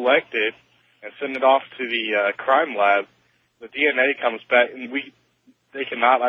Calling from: Ohio, United States; I'm a police officer in Ohio.

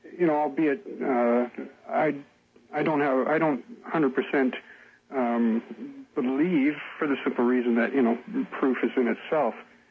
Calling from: Canada; I guess I should have been more specific. I'm calling from Canada.

